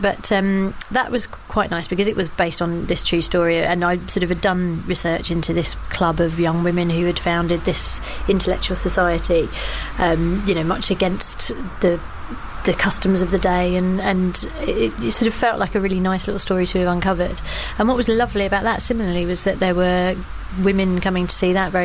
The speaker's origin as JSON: {"language": "English", "region": "London", "country": "United Kingdom", "tie": "born or raised there", "also_born_or_lived": "Brixton", "said": "I grew up around South London."}